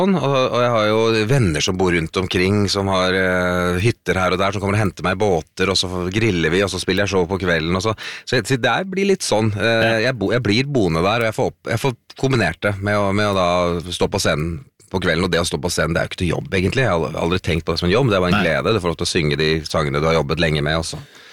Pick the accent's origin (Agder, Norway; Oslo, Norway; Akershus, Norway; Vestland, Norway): Oslo, Norway; nei, jeg er jo født og oppvokst i Oslo. Jeg var en Ekeberg-gutt.